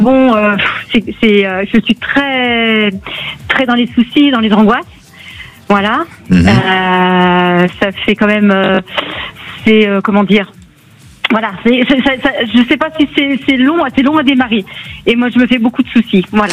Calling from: Villefranche-sur-Saône, Auvergne-Rhône-Alpes, France; Alors, je vous appelle de Villefranche, dans le Beaujolais, Villefranche-sur-Saône.

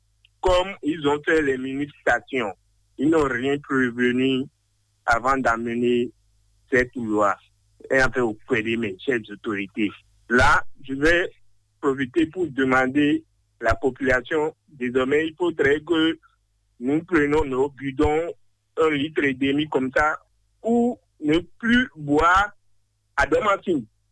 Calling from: Benin; Je vous appelle de Yenawa

